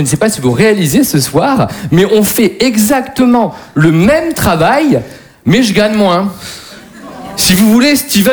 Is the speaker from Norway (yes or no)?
no; Hauts-de-France, France; Et je vous rappelle qu'on est du Nord.